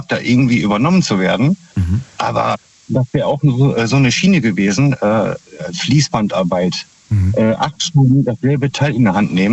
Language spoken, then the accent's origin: German; Minden, North Rhine-Westphalia, Germany